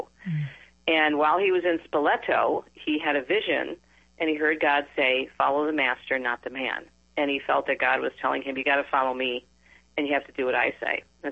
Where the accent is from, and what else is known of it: Detroit, Michigan, United States; born or raised there